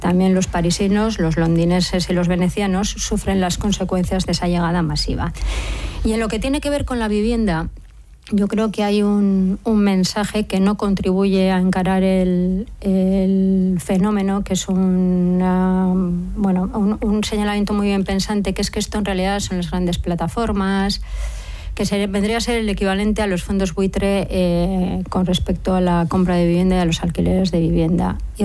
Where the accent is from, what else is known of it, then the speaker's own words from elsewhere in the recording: Basque Country, Spain; lo digo porque yo soy vasca.